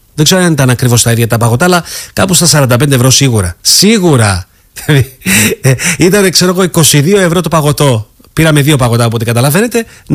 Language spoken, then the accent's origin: Greek; Cyprus; accent: Cypriot English; μου βγαίνουν αυθόρμητα και πολλές φορές είναι λίγο κυπριακά αγγλικά